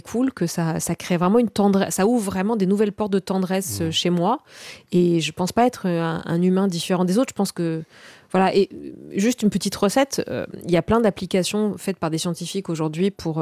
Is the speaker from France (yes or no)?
yes; Corsica, France; Puisque moi, je suis donc originaire de Corse et de moyenne montagne, de Castagniccia.